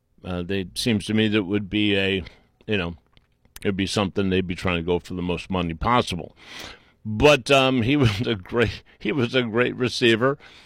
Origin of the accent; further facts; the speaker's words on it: Cleveland, Ohio, United States; But growing up in Cleveland